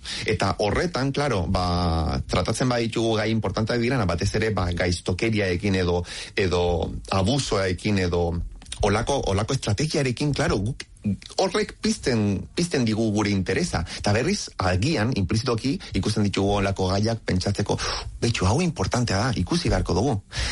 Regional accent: Chile; Ni txiletarra naiz, bai, eta nire kuadriako lagunekin, karo, txikitatik, hori, humor iluna ba, maite dut.

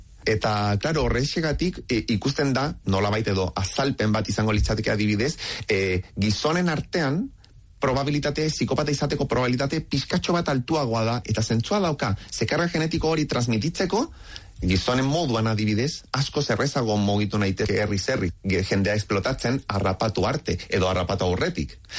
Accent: Chile; Ni txiletarra naiz, bai, eta nire kuadriako lagunekin, karo, txikitatik, hori, humor iluna ba, maite dut.

